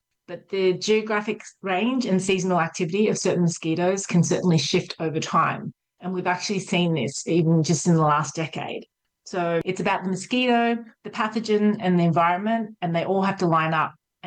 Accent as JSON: {"language": "English", "country": "Australia", "tie": "born or raised there", "moved": "as an adult", "lives_now": "Canada", "said": "I actually grew up in Australia. I'm a dual citizen, but I grew up in Australia. And growing up in a subtropical country"}